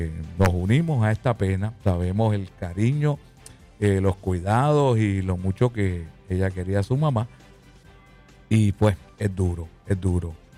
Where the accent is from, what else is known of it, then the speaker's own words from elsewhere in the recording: Mameyes, Puerto Rico; Y yo pues también me crié allí en Mamelle y le enviamos un saludo a toda esa gente buena de Río Grande.